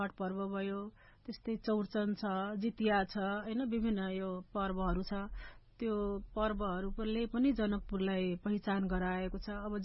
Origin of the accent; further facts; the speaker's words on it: Madhesh Province, Nepal; हाम्रो सबै मधेसको घरमा कुलदेवताको स्थापना भएको हुन्छ।